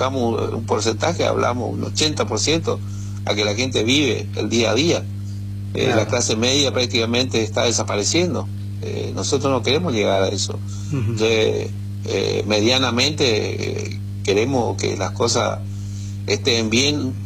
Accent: Misiones, Argentina; Yo simplemente pienso en lo que es Misiones, en lo que es mi pueblo, y nada más.

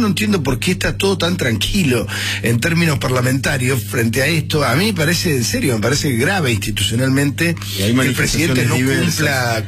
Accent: Uruguay; Y yo soy uruguayo.

